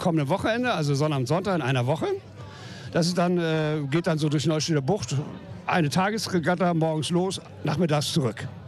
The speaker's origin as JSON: {"language": "German", "town": "Lübeck", "region": "Schleswig-Holstein", "country": "Germany", "tie": "born or raised there", "moved": "yes", "said": "Aber das ist hier meine Heimat. Ich bin ja in Lübeck groß geworden, auch wenn ich lange nicht mehr in Lübeck wohne. Aber bin immer noch hier vor Ort, zumal wir auch in der Nähe ein Ferienhaus haben."}